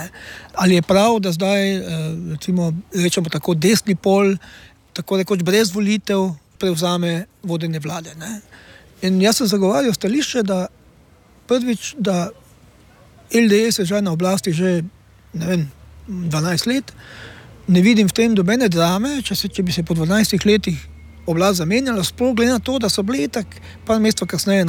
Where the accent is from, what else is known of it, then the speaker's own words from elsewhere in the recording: Styria, Slovenia; kot pravimo Štajerci